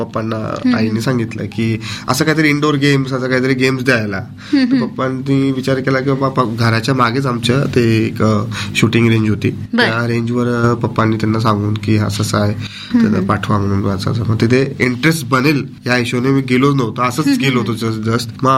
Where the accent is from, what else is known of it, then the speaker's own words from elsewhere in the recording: Jalgaon, Maharashtra, India; born there; also born or lived in Mumbai; हो, मी जळगावच आहे.